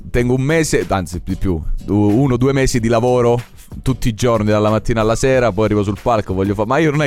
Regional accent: Lagonegro, Basilicata, Italy; che è il mio paese, in Basilicata, il Lago Negro Music Festival.

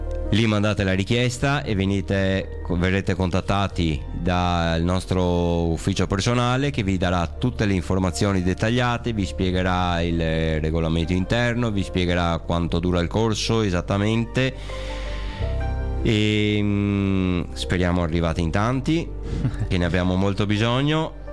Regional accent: Venice, Veneto, Italy; Sì, noi siamo di Venezia.

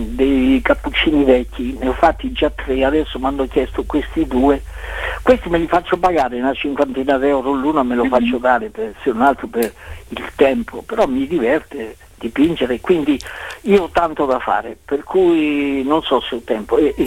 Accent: Recanati, Marche, Italy; Io sono di Recanati

